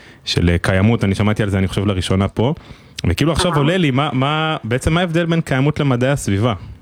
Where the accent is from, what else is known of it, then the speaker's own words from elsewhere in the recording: Ramat Gan, Tel Aviv District, Israel; אני גדלתי ברמת גן, מאוד ככה עשייה עירוניות